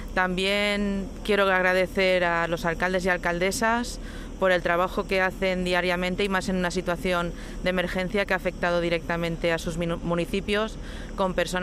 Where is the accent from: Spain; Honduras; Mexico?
Spain; Castellón, Valencian Community; estoy en mi tierra, recuperar nuestra querida Sierra de Espadán y poder volver a disfrutarla, pues los que somos de aquí